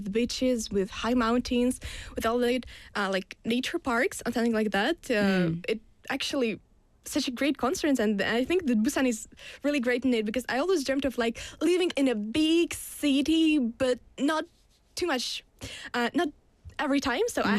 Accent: Russia; now in South Korea; And actually, in my hometown, Russia is really spacious, because there's a lot of space and a very little amount of people.

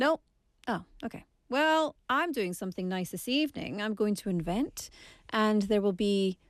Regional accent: Scotland, United Kingdom; I do love the rain, you know. I'm Scottish.

